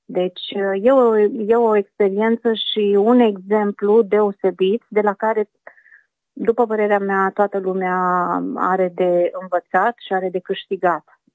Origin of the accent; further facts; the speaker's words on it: Romania; moved away; ca și româncă care sunt aici din, de foarte mulți ani, de 35 de ani